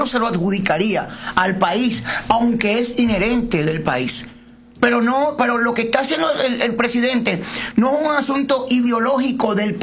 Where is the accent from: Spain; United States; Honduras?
United States; Yo soy americano.